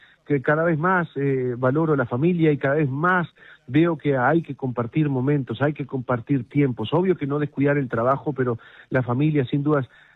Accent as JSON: {"language": "Spanish", "region": "Rivera", "country": "Uruguay", "said": "vuelvo aquí a Rivera también, donde arrancaba y hacía mis primeras armas en esto de los bailes a los 14 años"}